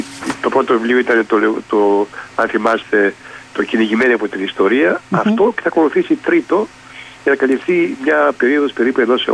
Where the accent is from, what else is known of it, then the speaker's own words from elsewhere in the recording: Kavala, Eastern Macedonia and Thrace, Greece; born there; now in Alexandroupoli, Greece; χαιρετώ την πατρίδα μου, την Καβάλα.